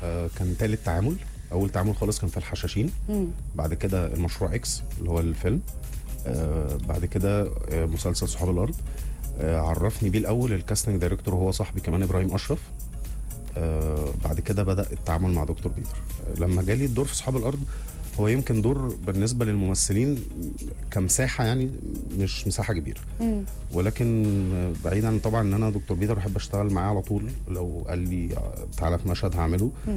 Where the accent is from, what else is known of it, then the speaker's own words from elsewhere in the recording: Egypt; احنا عندنا في مصر هنا لون الطوب احمر